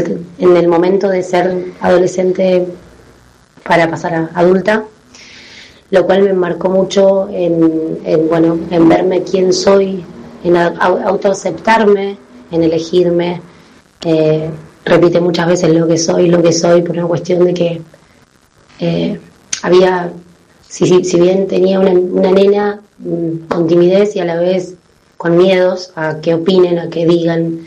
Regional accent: Córdoba, Argentina; born there; tengo 31 años, nacida en la ciudad de Córdoba capital

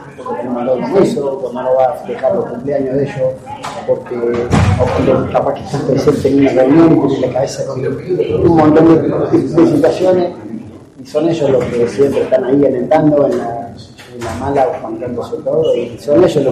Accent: Córdoba, Argentina; Como cordobés, como local, recibir ese cariño de la gente

